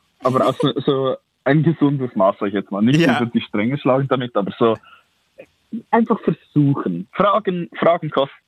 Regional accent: Lucerne, Switzerland; now in Zurich, Switzerland

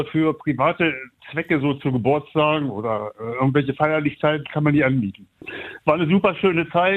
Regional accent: Schöningen, Lower Saxony, Germany; Ja, ich komme ja hier aus Niedersachsen, Schöningen

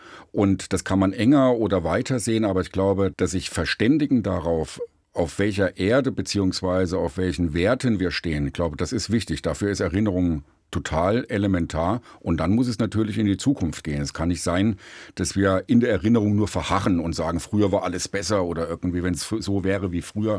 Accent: Thuringia, Germany; ich komme ja aus Thüringen

